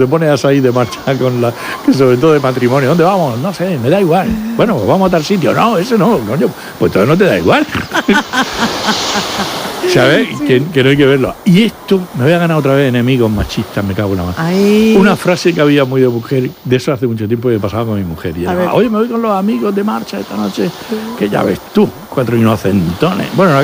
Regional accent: San Javier, Region of Murcia, Spain; yo soy de San Javier

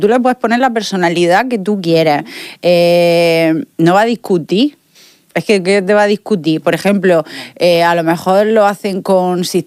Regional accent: Region of Murcia, Spain; Yo, como murciana, lo digo así

